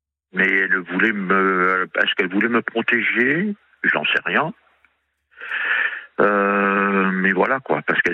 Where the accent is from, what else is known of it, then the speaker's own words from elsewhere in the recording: Réunion, France; born there; moved away as an adult; also born or lived in Metropolitan France; now in Antony, France; J'ai grandi à La Réunion, mmh. Je suis métropolitain.